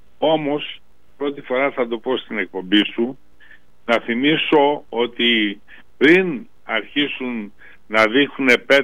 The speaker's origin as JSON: {"language": "Greek", "town": "Kalavryta", "region": "Western Greece", "country": "Greece", "tie": "born or raised there", "said": "επειδή γεννήθηκα στα Καλάβητα, μεγάλωσα στα Καλάβητα, ήρθα εγώ εδώ."}